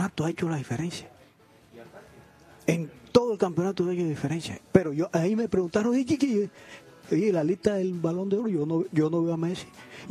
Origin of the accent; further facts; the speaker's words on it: Colombia; Sí, claro, soy suramericano, primero voy por Colombia siempre